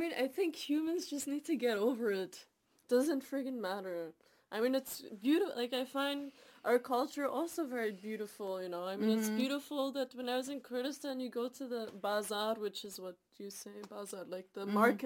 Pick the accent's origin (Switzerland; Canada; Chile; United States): Canada; for me, this mixture of growing up in Canada